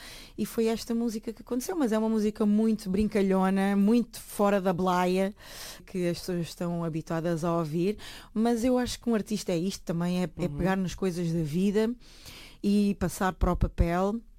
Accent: Ferreira do Alentejo, Alentejo, Portugal; o pessoal também de Ferreira do Alentejo, que foi o sítio onde eu cresci, também

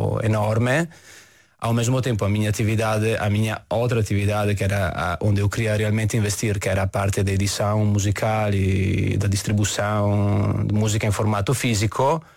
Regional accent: Treviso, Veneto, Italy; Portuguese is a second language; moved away as an adult; now in Porto, Portugal; eu mudei-me para cá em 2009. Na verdade, sou originário da Itália, de uma cidade chamada Treviso. Uma pequena cidade a 20 minutos da Veneza, basicamente, muitas vezes até confundida com Veneza, tanto é que, por questões práticas, costumo dizer que sou de Veneza.

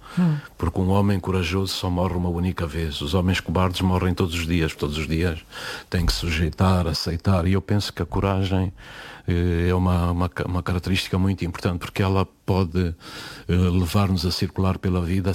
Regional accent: Central Plateau, Angola; moved away; fui visitar, inclusive, a vila onde nasci

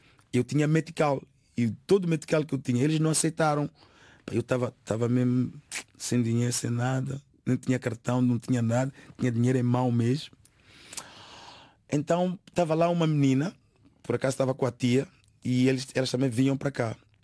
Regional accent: Mozambique; now in Portugal; que sou de Moçambique

